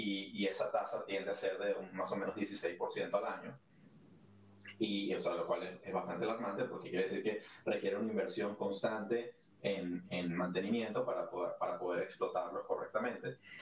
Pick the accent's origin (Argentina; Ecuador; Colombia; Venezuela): Venezuela; pero también siendo venezolano